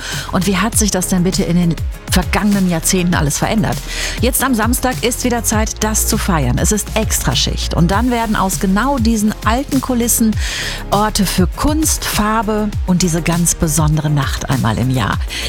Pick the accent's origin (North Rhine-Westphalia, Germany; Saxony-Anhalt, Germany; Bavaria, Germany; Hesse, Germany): North Rhine-Westphalia, Germany; ja, ich komme aus dem Ruhrpott, schwer zu überhören, ich gebe es zu und ich lieb's da einfach.